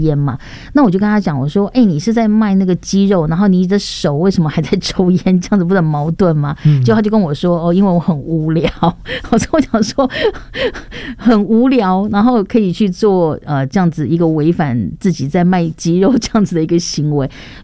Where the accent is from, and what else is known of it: Taiwan